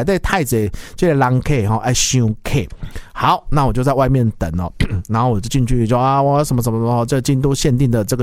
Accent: Taiwan; 我们台湾人很喜欢说哦，台湾被世界看见嘛。

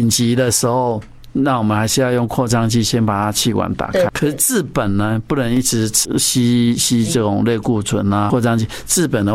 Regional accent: Taiwan; 可以100%的把 cover 到我们台湾人这些过敏的人类人的本土菌株都 cover 住

